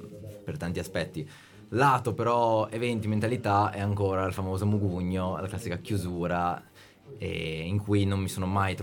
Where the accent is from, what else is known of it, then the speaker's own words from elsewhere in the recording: Genoa, Liguria, Italy; moved away as an adult; Io vengo da Genova, sono qua da un annetto